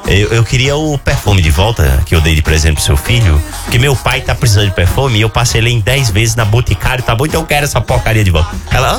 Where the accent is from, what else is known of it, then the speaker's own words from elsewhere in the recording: Northeast Region, Brazil; querido, eu sou nordestino.